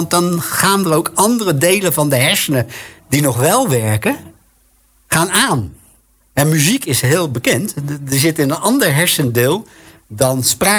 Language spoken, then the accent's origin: Dutch; Rotterdam, South Holland, Netherlands; En dan maar even om dat andere heen te lullen, zou ik als Rotterdammer kunnen zeggen.